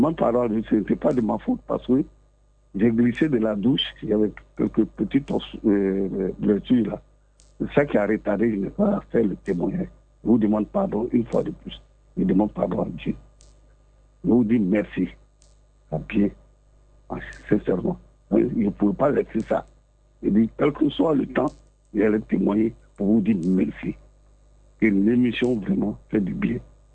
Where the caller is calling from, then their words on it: Abidjan, Côte d’Ivoire; J'appelle des deux plateaux.